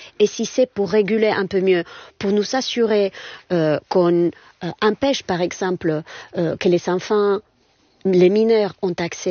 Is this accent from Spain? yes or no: yes; Spain; French is a second language